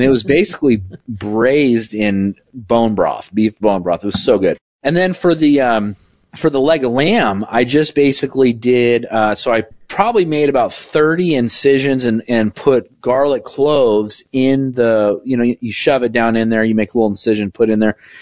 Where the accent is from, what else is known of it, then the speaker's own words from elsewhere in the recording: California, United States; moved away; I come from California, it's surfer talk.